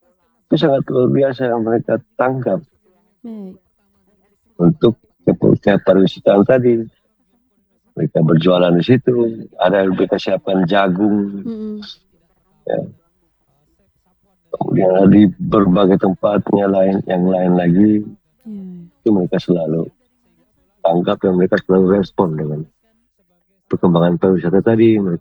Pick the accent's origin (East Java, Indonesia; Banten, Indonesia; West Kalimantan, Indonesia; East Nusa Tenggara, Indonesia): East Nusa Tenggara, Indonesia; kewajiban kita sebagai pemerintah, sebagai orang Sumba itu sendiri, Sumba Timur itu sendiri, dengan berbagai cara.